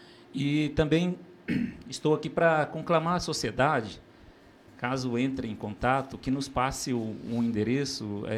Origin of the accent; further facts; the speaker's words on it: Cáceres, Mato Grosso, Brazil; born there; Eu sou de Cáceres mesmo, da região